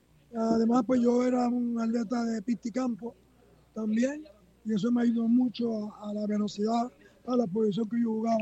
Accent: Guánica, Puerto Rico; yo soy natural de Guánica, donde han nacido peloteros, donde han nacido muchos peloteros

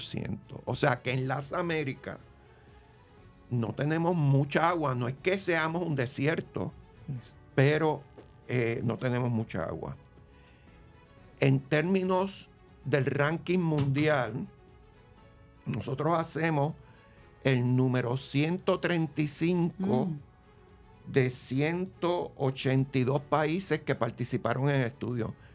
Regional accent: Puerto Rico; nombre es de raíces suecas, porque mis abuelos por parte de padre fueron suecos, yo soy nacido y criado en Puerto Rico.

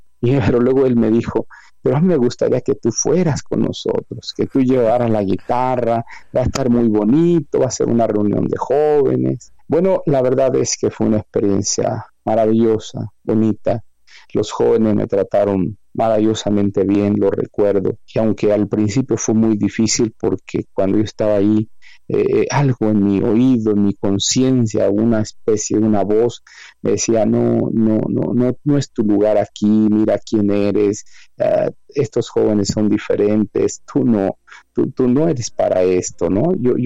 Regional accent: Mexico City, Mexico; born there; Yo nací en una de las colonias más conflictivas hasta hoy de la Ciudad de México, la delegación Iztapalapa

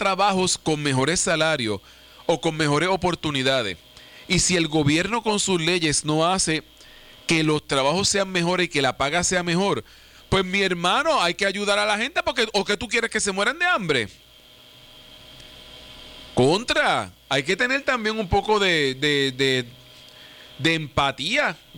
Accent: Puerto Rico

